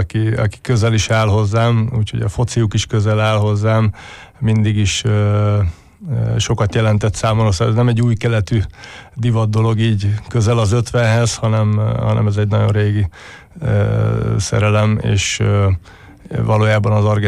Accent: Paks, Tolna, Hungary; moved away; hogy törzsgyökeres paksi vagyok

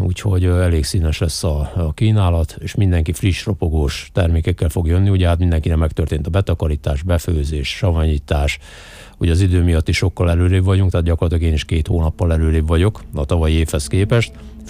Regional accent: Hungary; mi a magyarok vagyunk

